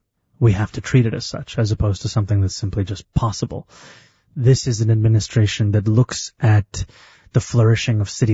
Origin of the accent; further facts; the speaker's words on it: New York City, New York, United States; You know, being a New Yorker means being at ease with much of what is thrown at you.